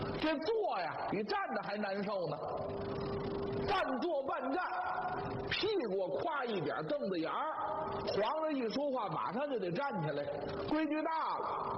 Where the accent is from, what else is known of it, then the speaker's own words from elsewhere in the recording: Beijing, China; 咱们北京人呢，乃至北方人